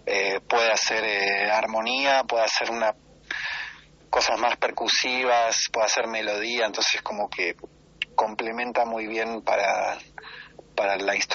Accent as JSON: {"language": "Spanish", "region": "Buenos Aires", "country": "Argentina", "moved": "yes", "lives_now": "Bern, Switzerland", "said": "yo soy de Buenos Aires, entonces tampoco me quiero disfrazar de salteño"}